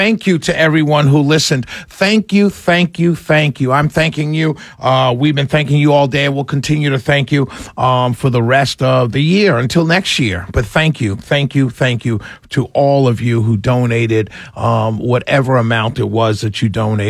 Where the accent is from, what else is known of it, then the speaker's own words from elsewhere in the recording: New York, United States; I know I'm African-American. I know I'm from New York. I know I'm a male.